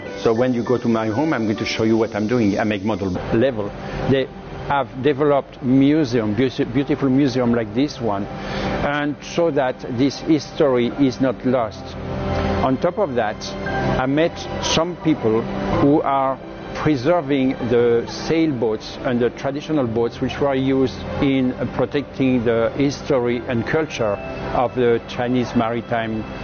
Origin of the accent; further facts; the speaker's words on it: Brittany, France; English is a second language; I am from Brittany, the western part of France. I was born in a family of maritime tradition.